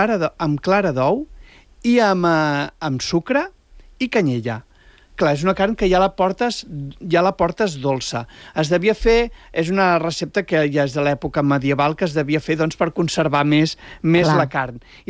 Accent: Sant Pol de Mar, Catalonia, Spain; born or raised there

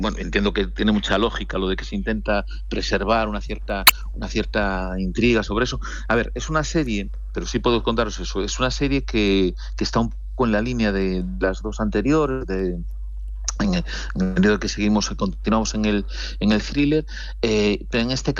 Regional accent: Rábade, Galicia, Spain; un señor que nació en mi pueblo

